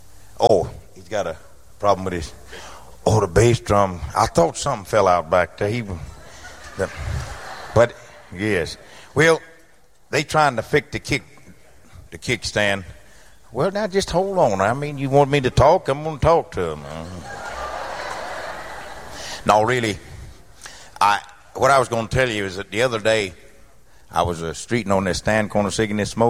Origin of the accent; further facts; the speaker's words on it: Mississippi, United States; Next to my home state of Mississippi in the bayou country of Louisiana.